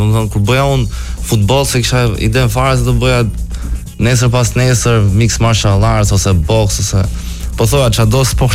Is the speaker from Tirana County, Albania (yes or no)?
yes; Tirana, Tirana County, Albania; në Tiranë, gjithashtu babai im, por me origjinë gjyshi ka ardhur nga Përmeti, është përmetar, ka ardhur i vogël.